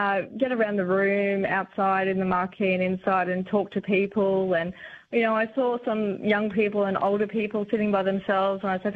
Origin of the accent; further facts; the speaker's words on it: Brisbane, Queensland, Australia; let him know I was from Brisbane.